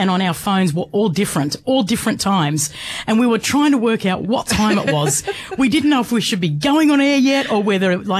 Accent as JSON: {"language": "English", "town": "Bega", "region": "New South Wales", "country": "Australia", "tie": "born or raised there", "said": "I don't really want to move back to Bega because, you know, it was my hometown. It's where I grew up."}